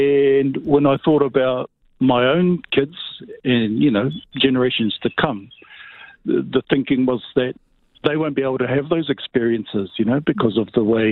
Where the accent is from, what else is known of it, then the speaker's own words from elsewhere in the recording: Whangarei, Northland, New Zealand; growing up in Whangarei